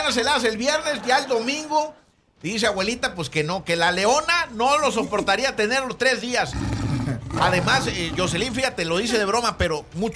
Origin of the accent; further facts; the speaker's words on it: Mexico; Somos muy mexicanos y por eso estamos en este mes muy mexicano y nos vamos y nos sentimos orgullosos de ser mexicano